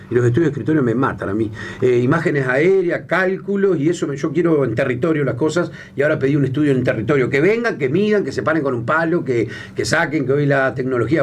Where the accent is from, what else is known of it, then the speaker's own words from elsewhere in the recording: Río Branco, Cerro Largo, Uruguay; acuérdense que soy de Río Branco.